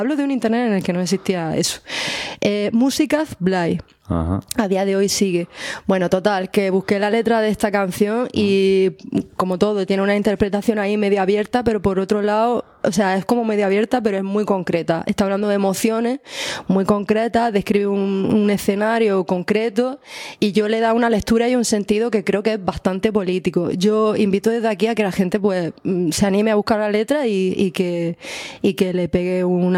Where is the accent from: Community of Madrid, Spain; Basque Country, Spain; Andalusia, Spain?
Andalusia, Spain; Almería; No sé por qué soy de Almería, pero digamos que llegué a eso